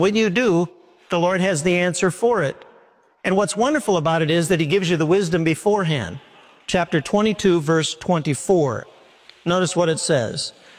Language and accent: English; Minneapolis, Minnesota, United States; born or raised there